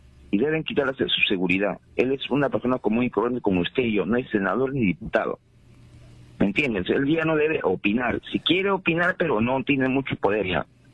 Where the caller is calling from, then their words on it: Lima, Peru; Acá en Lima, nosotros vivimos negocios, somos empresarios.